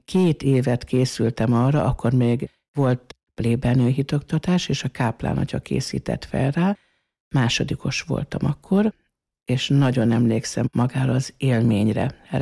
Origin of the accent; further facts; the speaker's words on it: Fót, Pest, Hungary; born there; Fóton születtem, és élek most már 62 éve férjemmel